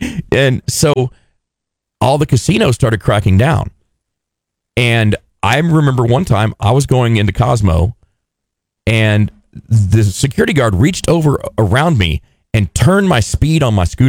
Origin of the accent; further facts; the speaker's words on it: Texas, United States; Because I'm from Texas.